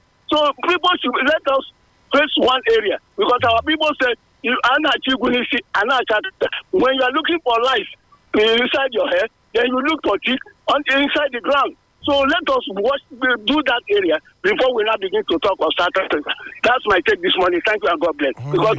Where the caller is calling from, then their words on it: Benin City, Edo, Nigeria; I'm calling from Mission Road Market.